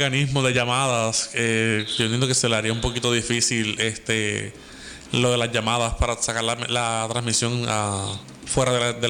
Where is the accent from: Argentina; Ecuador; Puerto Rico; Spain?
Puerto Rico; Lajas; Mi pueblo de Laja